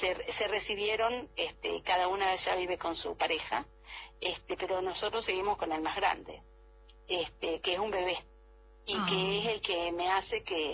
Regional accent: Trenque Lauquen, Buenos Aires Province, Argentina; Yo soy de Trenquelauquen, que sí. en la provincia de Buenos Aires, y un pueblito más chiquito que se llama América, Rivadavia.

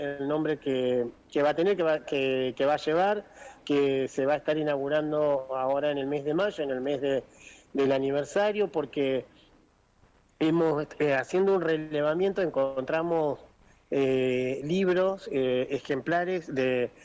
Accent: Ingeniero Jacobacci, Río Negro, Argentina

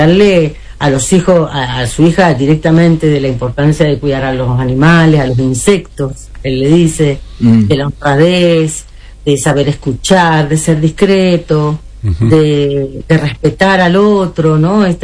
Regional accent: Argentina

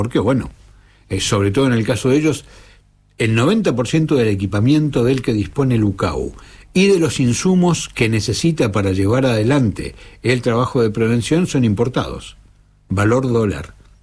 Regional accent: Venezuela; para aquellos que no estamos acostumbrados a este tipo de eventos, como los venezolanos

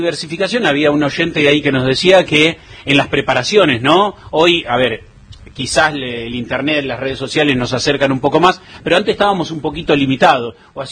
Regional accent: Argentina; Pero no somos bravos los argentinos.

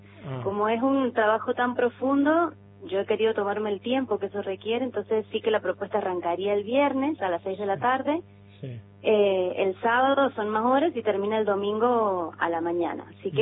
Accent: San Juan, Argentina; now in Córdoba, Argentina; yo soy sanjuanina, pero vivo en Córdoba hace mucho tiempo

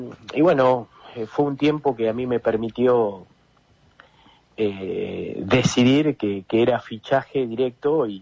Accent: Benito Juárez, Buenos Aires Province, Argentina; La realidad es que yo soy de Benito Juárez.

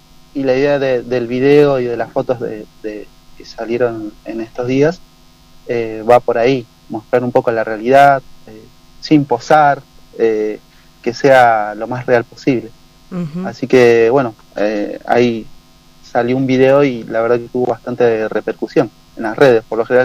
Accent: Río Negro, Argentina; now in Bariloche, Argentina; Yo nací en Pilca, me crié ahí en Pilca Viejo, así que sí, me siento aparte, soy de acá, de la línea sur. Me siento barilochense también

